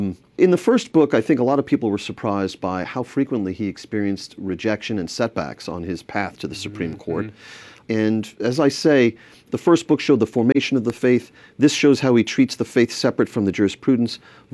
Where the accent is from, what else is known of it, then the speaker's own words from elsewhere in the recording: Staten Island, New York, United States; I'm from Staten Island, I know Italian food.